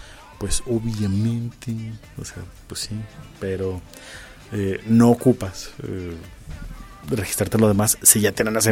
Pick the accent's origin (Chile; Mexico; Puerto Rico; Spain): Mexico; los mexicanos nos unimos tanto